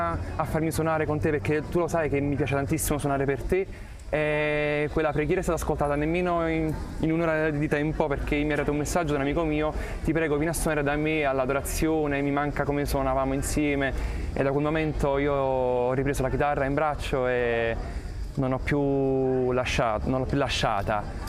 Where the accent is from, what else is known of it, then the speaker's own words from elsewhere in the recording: Naples, Campania, Italy; vengo da Napoli e sto venendo qui a Medjugorje